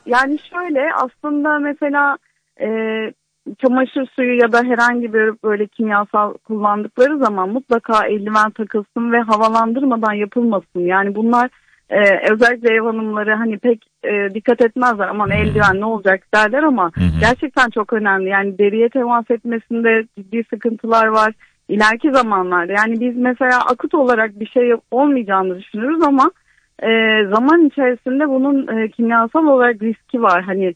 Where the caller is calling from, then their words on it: Antalya, Turkey; Antalya'dan arıyorum.